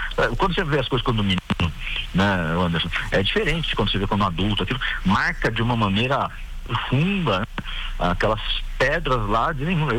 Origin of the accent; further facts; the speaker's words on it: Lorena, São Paulo, Brazil; eu sou de Lorena, na perto de Aparecida, aqui em São Paulo mesmo, né? Pertinho de Paraty, 1h30 de Paraty.